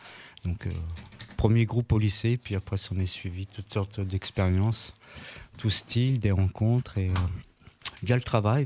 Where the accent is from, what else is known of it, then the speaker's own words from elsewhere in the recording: Argenteuil, Île-de-France, France; born there; je suis né à Argenteuil, en banlieue nord-ouest, Val d'Oise.